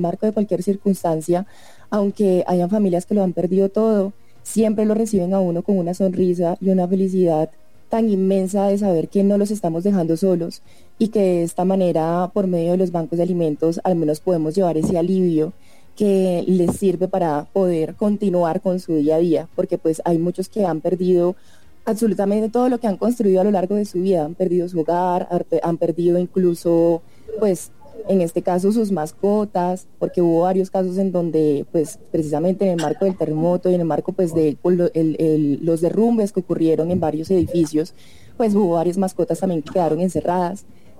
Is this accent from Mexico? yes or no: no; Colombia